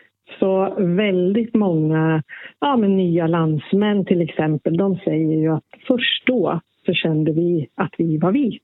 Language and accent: Swedish; Sweden; also born or lived in Norway; ja, jag är ju både svensk och norsk.